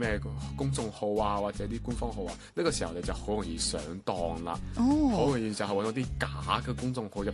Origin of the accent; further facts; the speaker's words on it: Macau; 大家好，